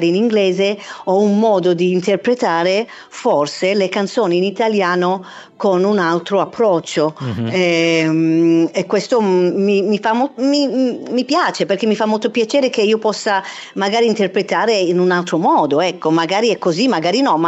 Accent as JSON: {"language": "Italian", "town": "Melbourne", "region": "Victoria", "country": "Australia", "tie": "born or raised there", "moved": "yes", "lives_now": "Italy", "said": "io sono nata artisticamente in Australia, a Melbourne."}